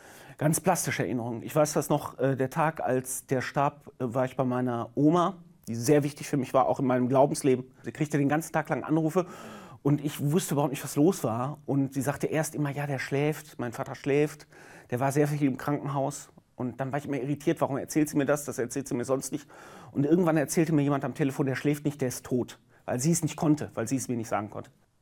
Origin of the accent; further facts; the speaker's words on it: North Rhine-Westphalia, Germany; Ich komme aus dem Sauerland. Ne? Sauerland ist zu der Zeit noch super katholisch gewesen und da hat Gemeinde noch sehr viel bedeutet.